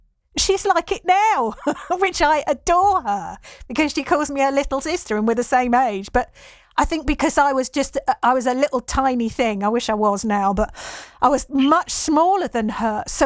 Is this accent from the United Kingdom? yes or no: yes; London, United Kingdom; I'm 58, and my friends, we had the same experience. I come from London